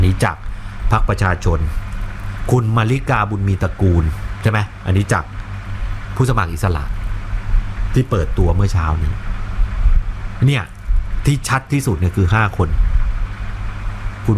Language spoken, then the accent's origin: Thai; Bangkok, Thailand; เราก็คนกรุงเทพมหานคร